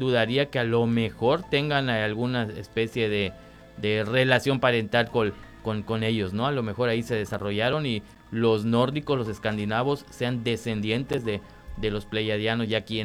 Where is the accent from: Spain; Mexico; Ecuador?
Mexico; podré yo ser mexicano